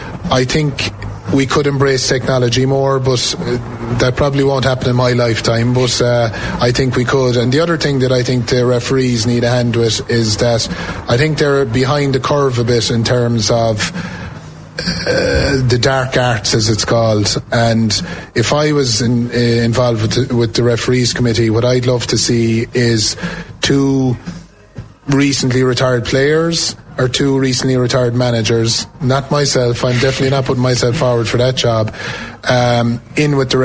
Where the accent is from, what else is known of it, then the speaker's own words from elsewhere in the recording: Lixnaw, Munster, Ireland; From my background, I come from Lixaa. I come from a hurling area.